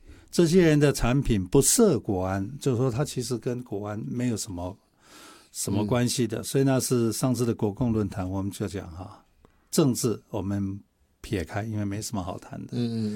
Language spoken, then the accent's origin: Chinese; Taiwan